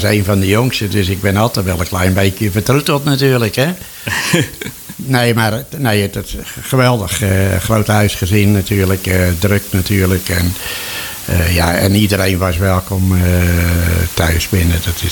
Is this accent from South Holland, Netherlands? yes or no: yes; Bodegraven, South Holland, Netherlands; born there; 1 februari 1945 en ik ben in Bodegraven geboren.